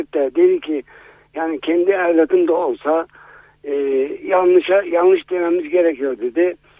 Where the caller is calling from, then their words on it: Manisa, Turkey; ben Manisa'dan arıyorum.